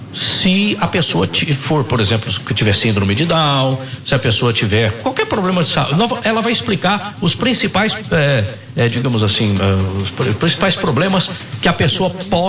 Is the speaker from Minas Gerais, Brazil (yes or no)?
yes; Minas Gerais, Brazil; now in São Paulo, Brazil; eu falo carta porque eu sou mineiro. Mineiro fala carta de motorista, né? Aqui no estado de São Paulo eles falam CNH